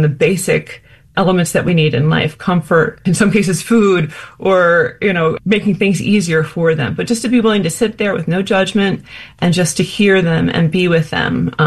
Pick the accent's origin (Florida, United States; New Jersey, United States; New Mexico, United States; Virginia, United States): New Jersey, United States; I'm from New Jersey, so Memorial Day used to be going down the shore.